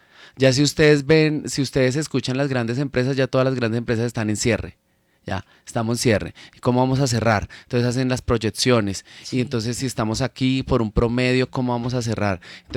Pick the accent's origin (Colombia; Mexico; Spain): Colombia; en nuestro país, en Colombia